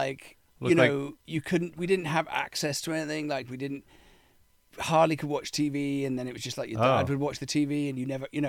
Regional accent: England, United Kingdom; also born or lived in Zambia; now in London, United Kingdom; So I was born in Zambia, and I moved to England when I was three in 1975. And we moved to the furthest place you could be in England, right? In 1975.

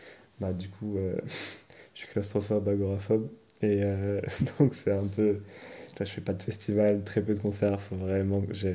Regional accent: Marseille, Provence-Alpes-Côte d'Azur, France; born there; moved away as an adult; now in Paris, France; Donc, je suis né à Marseille. J'ai pas tout le temps grandi à Marseille. J'y suis retourné au collège et au lycée. J'habitais chez mes deux grands-mères jusqu'à mes 10-12 ans, en gros.

